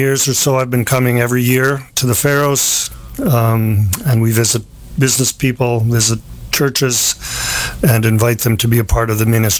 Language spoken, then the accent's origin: English; Canada; now in United States; I am originally from Canada, although I live now in the United States.